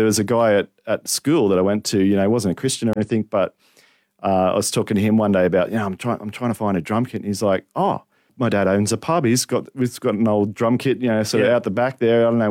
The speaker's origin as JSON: {"language": "English", "town": "Rockhampton", "region": "Queensland", "country": "Australia", "tie": "born or raised there", "said": "I grew up in Rocky."}